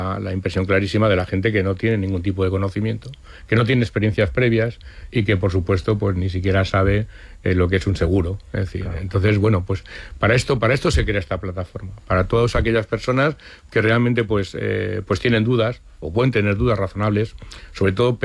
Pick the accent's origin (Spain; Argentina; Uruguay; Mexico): Spain; Valencian Community; tanto Javier Plaza como yo somos valencianos